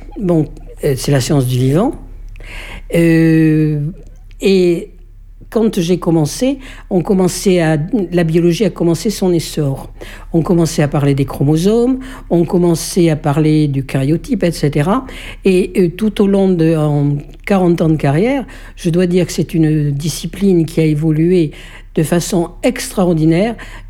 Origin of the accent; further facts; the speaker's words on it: Thiviers, Nouvelle-Aquitaine, France; je suis né à Thiviers et il est vraisemblable que je vais mourir à Thiviers. Et je suis peut-être natif du Périgord, je suis resté dans le Périgord. Bon, j'ai voyagé, j'ai tourné, mais c'est là où j'ai habité. Et pourtant, je me sens citoyenne du monde. J'ai à la fois mes racines ici